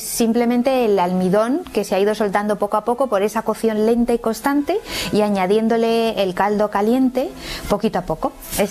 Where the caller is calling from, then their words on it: A Coruña, Galicia, Spain; En Coruña, estoy en Coruña.